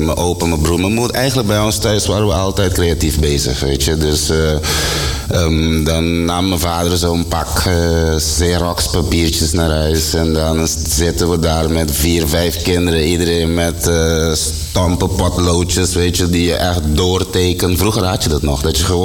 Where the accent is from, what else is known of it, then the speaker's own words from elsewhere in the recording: Curaçao; born there; ik ben op Curaçao geboren. En mijn vader is Nederlander, mijn moeder was Antilliaans.